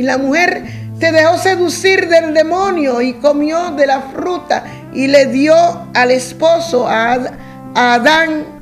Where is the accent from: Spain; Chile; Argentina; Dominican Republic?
Dominican Republic; nosotros como dominicanos